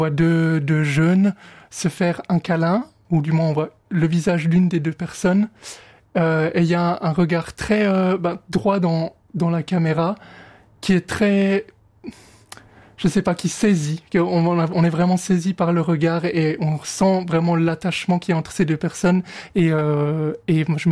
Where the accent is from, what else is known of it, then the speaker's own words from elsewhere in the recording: Moutier, Bern, Switzerland; born there; c'est effectivement la ville où je suis né